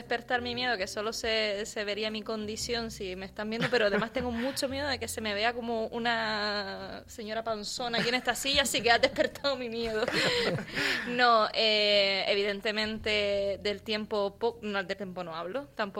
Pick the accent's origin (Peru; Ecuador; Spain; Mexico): Spain; Santa Lucía de Tirajana, Canary Islands; born there; now in Las Palmas de Gran Canaria, Spain; Mi municipio, donde nací, donde está toda mi familia, es Santa Lucía de Tirajana. Pero ahora estoy viviendo Las Palmas